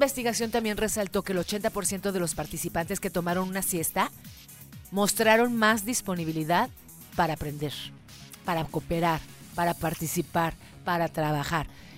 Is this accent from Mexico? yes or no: yes; Mexico; como los mexicanos nos dan la mano y agarramos el pie